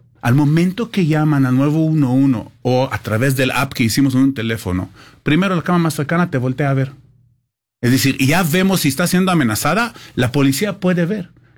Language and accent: Spanish; Israel; Spanish is a second language; now in Mexico; Tenemos otra oficina muy chiquita en Israel, de donde yo soy originario, por más temas de high-tech, que lamentablemente aún no llegó a este nivel en México